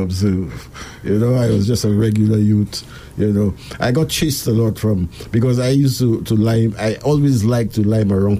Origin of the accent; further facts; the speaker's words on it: St. Lucia; born there; also born or lived in New Village / Le Cléry; I'm from everywhere, you know, and that's the beauty of me being me. I mean, I grew up in the La Pensée area. I moved to the New Village area. Then I spent time in Le Cléry.